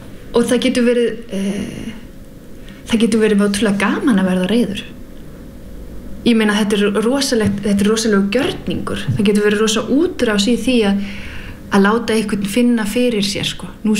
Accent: Denmark; now in Iceland; nú er ég alinn upp í Danmörku og það er mjög, mjög sjaldan að þú verður fyrir reiði í opinberu rými

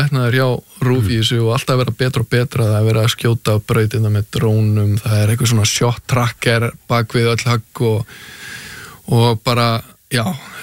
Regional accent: Hafnarfjörður, Capital Region, Iceland; ég ólst upp í Hafnarfirðinum að golfklúbum Keili bara byrjaði þar 7-8 ára gamall.

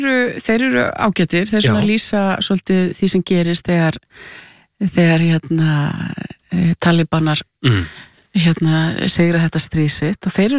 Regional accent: Reykjavík, Capital Region, Iceland; þetta var rosalega skemmtilegu tími að alast upp í Breiðholtinu

